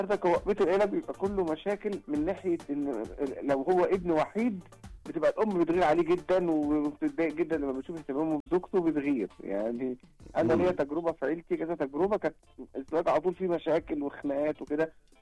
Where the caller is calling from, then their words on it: Alexandria, Alexandria Governorate, Egypt; أنا من اسكندرية